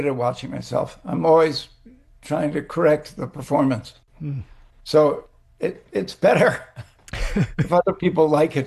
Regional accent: East Coast, United States; I grew up on the East Coast, and my mother was from a nice Boston family and my father was from England.

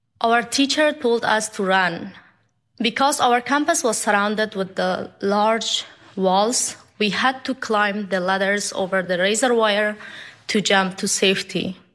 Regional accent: Afghanistan; I have never met my grandfather, but growing up in Afghanistan, I remember listening to stories about his passion to medicine

